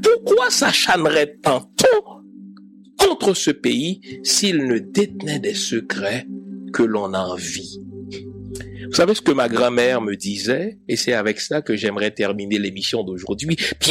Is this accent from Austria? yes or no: no; Haiti; Dans le sens qu'en tant qu'haïtien, j'ai fait la paix avec la spiritualité de mes ancêtres.